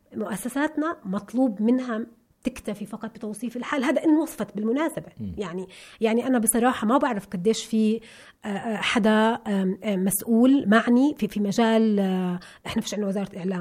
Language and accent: Arabic; Palestine; وصير منظري انا كانسان فلسطيني امام العالم